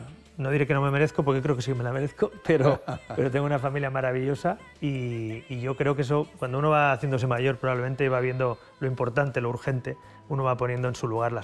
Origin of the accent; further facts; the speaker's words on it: Barcelona, Catalonia, Spain; Yo soy de la Barceloneta, mi familia es de Málaga, yo soy mediterráneo.